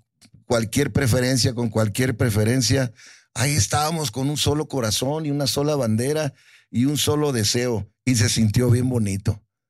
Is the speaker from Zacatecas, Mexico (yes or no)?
yes; Zacatecas, Mexico; Pero me crié en Zacatecas desde que tengo uso de razón. Mi cultura pues es mexicana 100%.